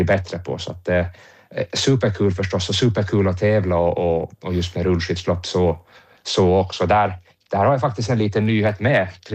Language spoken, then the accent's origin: Swedish; Åland, Finland; jag försöker ju vara så mycket som möjligt hemma på Åland